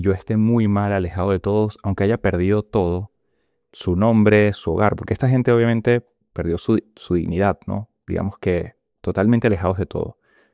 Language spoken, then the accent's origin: Spanish; Venezuela; Yo soy venezolano.